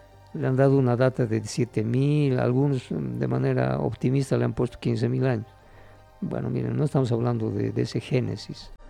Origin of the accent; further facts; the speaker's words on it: Bolivia; como bolivianos también hemos sido llamados en su momento a un contacto con esos seres